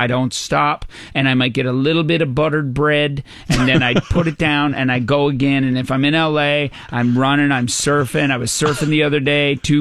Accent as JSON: {"language": "English", "region": "Newfoundland and Labrador", "country": "Canada", "tie": "born or raised there", "said": "I was like, okay, first of all, I grew up in Newfoundland."}